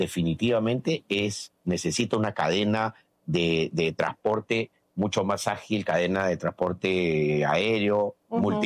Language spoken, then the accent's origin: Spanish; Peru; los peruanos somos capaces.